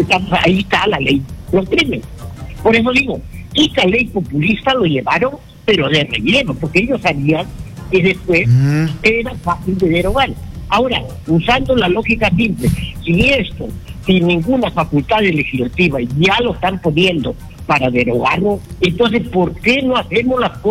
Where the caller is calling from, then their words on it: Trujillo, La Libertad, Peru; de Trujillo